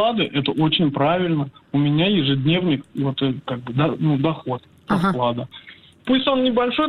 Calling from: Moscow, Russia; я из Москвы.

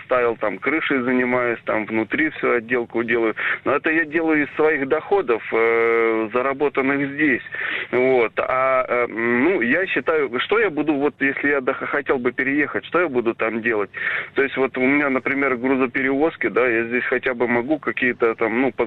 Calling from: Moscow Oblast, Russia; из Москвы

